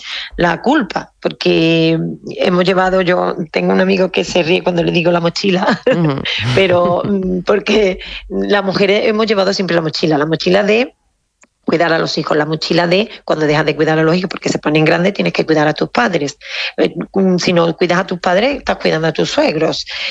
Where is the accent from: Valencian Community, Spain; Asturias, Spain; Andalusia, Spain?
Andalusia, Spain; Seville; now in Carcabuey, Spain; porque yo soy de capital y me vine al mundo rural, soy de Sevilla, me vine aquí a Carcagüey